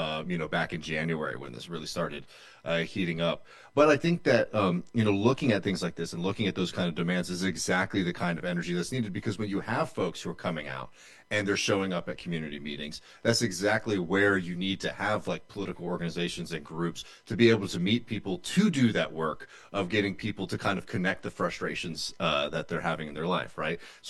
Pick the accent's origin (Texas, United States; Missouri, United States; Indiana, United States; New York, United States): Texas, United States; Austin; I'm from Austin, and I don't like the changes and things that have happened culturally in this city since I was young.